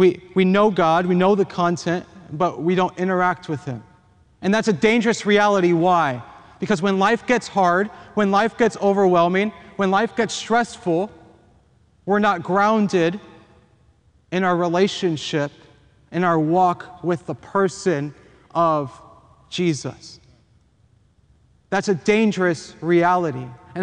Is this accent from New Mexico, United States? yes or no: no; Las Vegas, Nevada, United States; moved away; I was born and raised in Las Vegas, and I love Las Vegas.